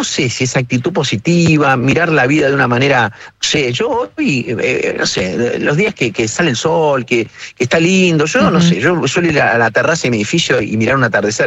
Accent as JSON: {"language": "Spanish", "region": "Santa Fe", "country": "Argentina", "tie": "born or raised there", "also_born_or_lived": "Córdoba", "said": "Mi papá, mi familia vivía en Sever, vivía en el pueblo. Es un pueblito muy chiquitito"}